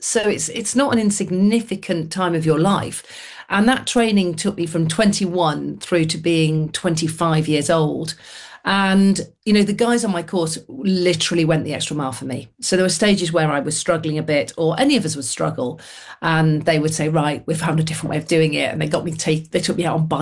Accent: Manchester, North West England, United Kingdom; So growing up in Manchester in the 1970s, basically the Air Cadets, which is a fantastic youth organisation, still running today, they opened their doors to girls and I joined.

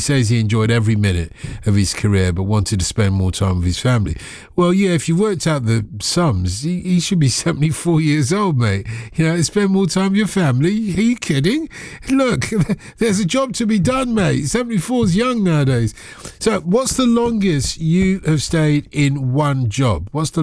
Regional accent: Lagos, Nigeria; born there; moved away; I was born in Lagos, Nigeria in 1959.

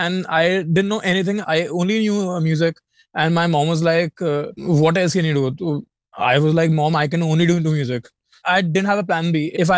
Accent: Meerut, Uttar Pradesh, India; So I am a guy from Meerut.

